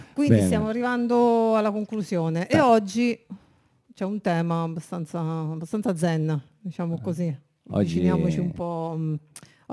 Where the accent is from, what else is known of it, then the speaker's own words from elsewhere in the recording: Pescara, Abruzzo, Italy; Scusa, ma siamo di Pescara